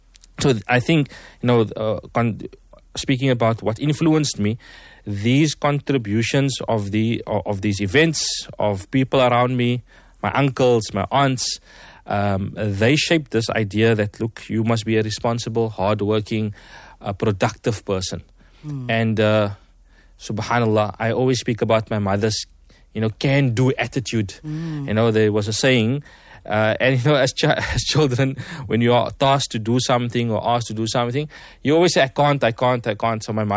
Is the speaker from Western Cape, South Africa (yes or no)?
yes; Cape Town, Western Cape, South Africa; born or raised there